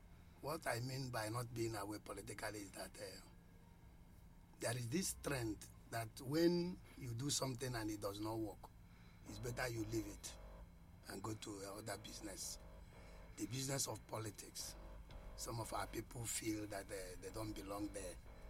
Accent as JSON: {"language": "English", "town": "Enugu", "region": "Enugu State", "country": "Nigeria", "said": "I'm from Enugu here, and I'm from Southeast, I'm an Igbo man"}